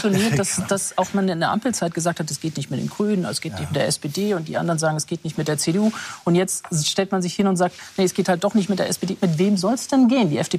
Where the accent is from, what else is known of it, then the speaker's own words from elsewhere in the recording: Dresden, Saxony, Germany; und ich komme jetzt aus Dresden, vor allen Dingen in Ostdeutschland